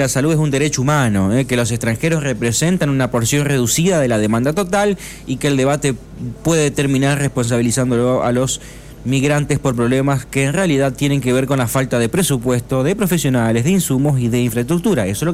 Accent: Argentina

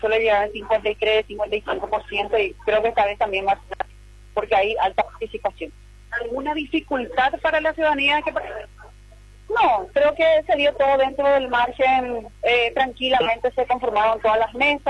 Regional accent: Paraguay; Porque cada 5 años tenemos esta oportunidad como paraguayos de poder elegir a nuestras próximas autoridades.

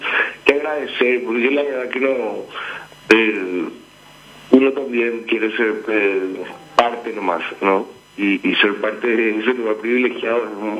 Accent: Paraguay; nosotros nos fuimos al Panteón como paraguayo a festejar

